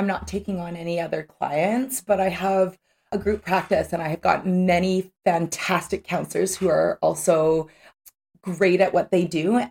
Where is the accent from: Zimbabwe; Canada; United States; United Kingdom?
Canada; North Vancouver, British Columbia; So I grew up in North Vancouver and my childhood was very chaotic.